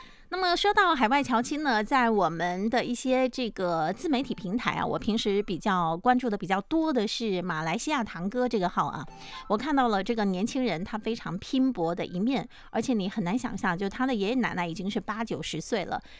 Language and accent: Chinese; Fujian, China; 润饼灯呢是我们闽南人非常深刻的一个油灯记忆啊，像我们80后小时候在我们当地就是要点润饼灯